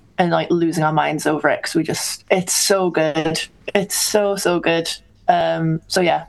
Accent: North West England, United Kingdom; now in Newcastle upon Tyne, United Kingdom; I'm actually currently in the Lake District in Cumbria, which is also in England. It's like very beautiful countryside. And this is where I'm originall

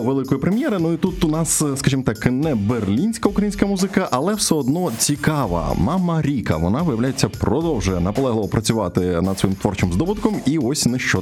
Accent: Chernihiv, Chernihiv Oblast, Ukraine; born there; я там колись народився в Чернігові

